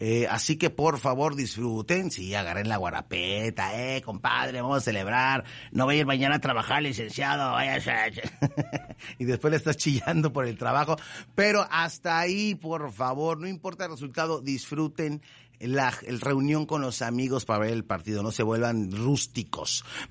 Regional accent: Mexico

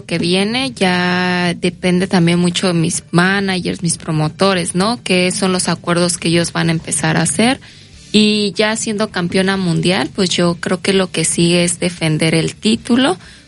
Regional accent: Veracruz, Mexico; soy de Veracruz

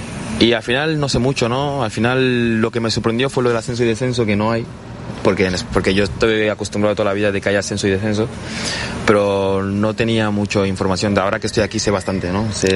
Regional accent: Barcelona, Catalonia, Spain; born there; aunque ahí nací en Barcelona.

